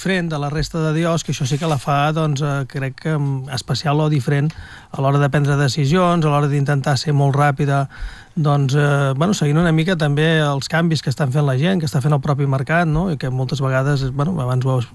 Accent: Catalonia, Spain; Som catalans, hem de començar com toca, que és aquesta cosa de... Si no som americans...

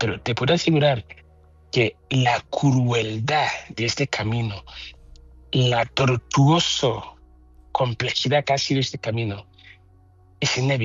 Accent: Ghana; now in Barcelona, Spain

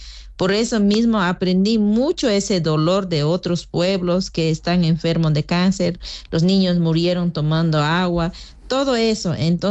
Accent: Pastaza, Ecuador; Yo soy Huaorani de Pastaza por el sur. Yo siempre escuchaba desde niña hasta adolescencia que el norte de la Amazonía

